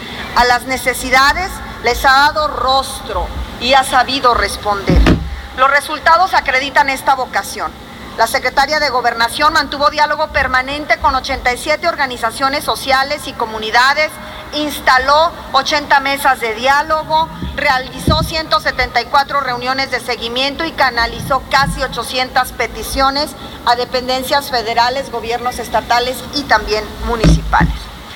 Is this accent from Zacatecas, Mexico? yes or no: yes; Zacatecas, Mexico; en el caso de Zacatecas, mi tierra